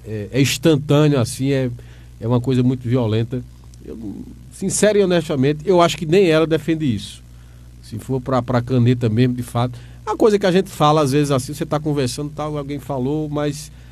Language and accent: Portuguese; Caruaru, Pernambuco, Brazil; born there; eu também nasci em Caruaru.